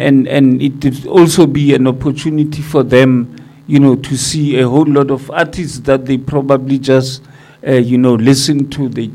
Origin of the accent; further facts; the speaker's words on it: South Africa; I'm investing in my heritage as a South African.